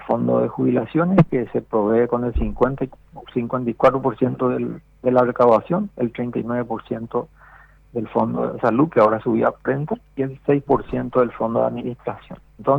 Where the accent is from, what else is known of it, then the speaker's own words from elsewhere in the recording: Paraguay; me anoto como paraguayo, como profesional